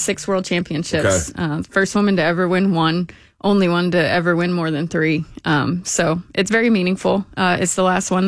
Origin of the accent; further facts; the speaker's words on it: Texas, United States; I took Spanish, not French. I'm from Texas.